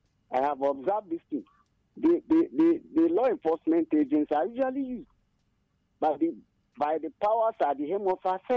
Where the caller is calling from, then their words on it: Abani, Enugu State, Nigeria; I'm calling from Abani, Nkanu West.